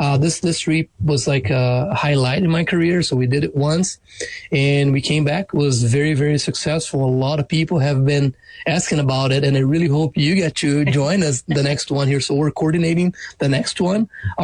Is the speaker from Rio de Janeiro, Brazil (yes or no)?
no; São Paulo, Brazil; We spent some time in my hometown in São Paulo State. We went to Paraná State, which is further south in Brazil, and then we ended in Mato Grosso, where the massive farms are.